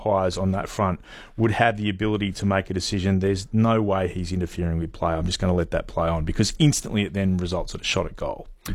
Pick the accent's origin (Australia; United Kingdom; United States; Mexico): Australia; Adelaide, South Australia; born there; I was born in Adelaide. That was correct.